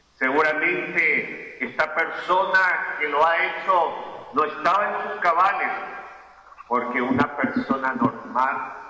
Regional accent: Paraguay; nuestra preocupación como paraguayos

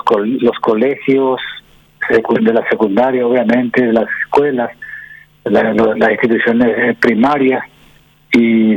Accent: Fulgencio Yegros, Caazapá, Paraguay; la localidad de Fulgencio Yegros, mi pueblo natal.

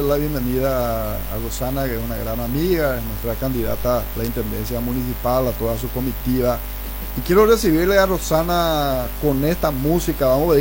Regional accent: Paraguay

